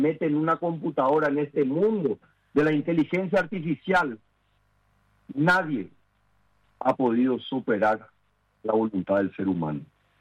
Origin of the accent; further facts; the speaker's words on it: Paraguay; yo vengo a decirte como paraguayo